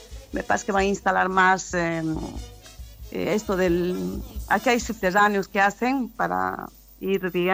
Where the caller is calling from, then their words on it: Buenos Aires, Argentina; Le estoy llamando desde Buenos Aires.